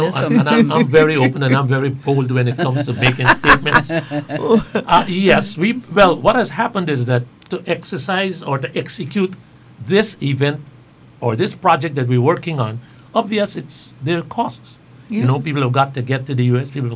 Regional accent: Georgetown, Demerara-Mahaica, Guyana; born there; I was born in Kitty, actually.

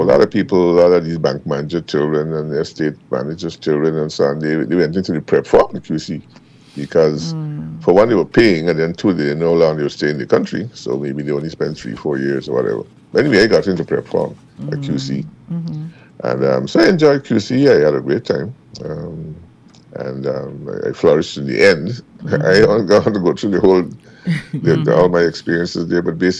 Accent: Georgetown, Demerara-Mahaica, Guyana; born there; I was born in Albertown

